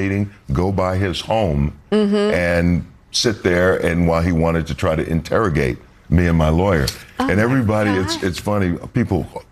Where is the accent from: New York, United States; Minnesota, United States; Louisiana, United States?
Minnesota, United States; Saint Paul; I grew up in Minnesota, and nice people. Great. You know, I had a great upbringing, St. Paul, Minnesota.